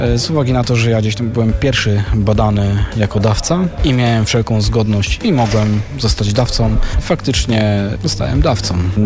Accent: Greater Poland Voivodeship, Poland; jestem ze Zdrowa Wielkopolskiego, jestem dawcą nerki dla mojej córeczki.

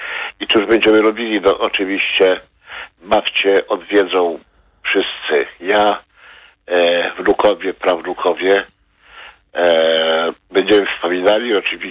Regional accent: Warsaw, Masovian Voivodeship, Poland; Jako warszawiak od wielu, wielu pokoleń mam historię związaną, historię rodziny związaną z tym powstaniem.

